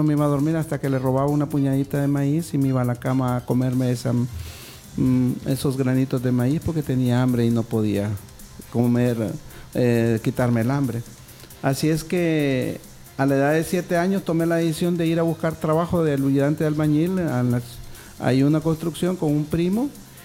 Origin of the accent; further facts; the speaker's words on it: Tegucigalpa, Francisco Morazán, Honduras; yo soy nativo de la ciudad de Tegucigalpa, criado ahí en el pavimento